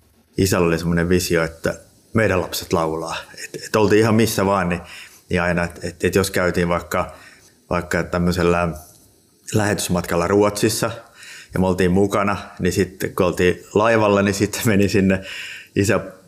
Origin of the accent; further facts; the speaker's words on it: Harjavalta, Satakunta, Finland; moved away as an adult; also born or lived in Tampere; now in Lahti, Finland; työn perässä on Lahteen ajauduttu ja mä oon kotoisin Satakunnasta, eli siellä on semmoinen teollinen vilkas kaupunki kuin Harjavalta, joka on enemmän tunnettu ehkä nikkeli- ja kuparituotannosta, niin siellä lapsuus on vietetty.